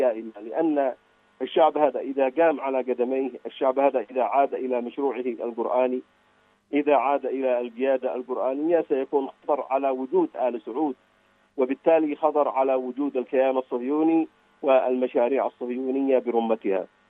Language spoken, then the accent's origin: Arabic; Yemen; نحن كشعب يمني عانينا من هذا النظام كثيرا جدا،